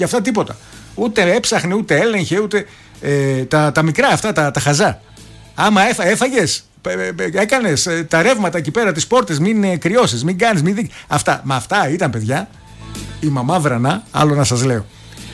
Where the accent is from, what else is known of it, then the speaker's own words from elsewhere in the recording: Greece; κάποιες από τις νοοτροπίες, τις κακές που μπορεί να έχουμε σήμερα ως Έλληνες